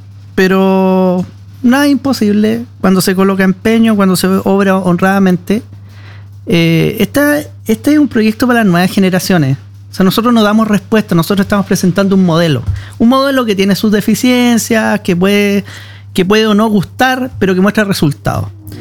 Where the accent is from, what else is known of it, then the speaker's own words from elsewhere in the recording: Chile; pero somos chilenos.